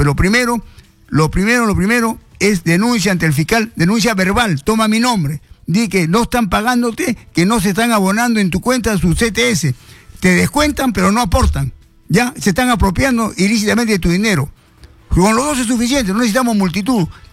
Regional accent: Chincha, Ica, Peru; Yo fui diputado en el 90 en Bolica, Chincha, mi tierra

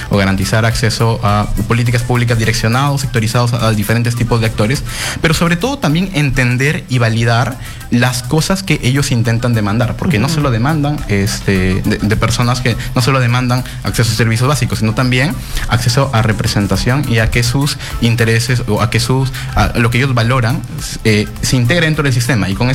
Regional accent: Piura, Peru; yo soy de Piura

